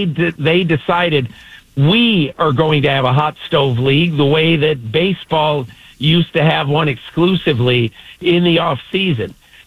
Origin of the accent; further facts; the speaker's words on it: Connecticut, United States; I grew up in White Bread, Connecticut. And, you know, I had maybe four, five, six black families in my town where I lived.